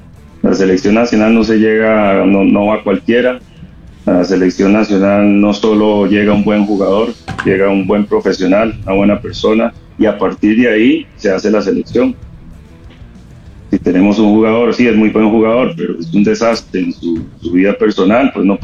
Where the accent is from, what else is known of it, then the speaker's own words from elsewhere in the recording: Limón, Costa Rica; venimos de Limón